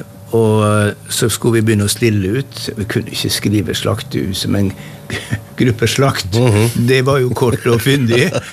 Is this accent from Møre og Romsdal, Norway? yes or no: yes; Kristiansund, Møre og Romsdal, Norway; så hadde jeg en liten lansering i Kristiansund i min hjemby, for det hadde jeg lyst til.